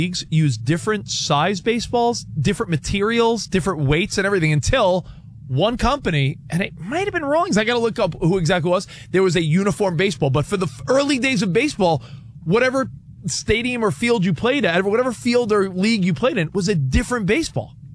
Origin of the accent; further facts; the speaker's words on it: New York, United States; Like the Daily, we grew up in New York, the Daily News and Newsday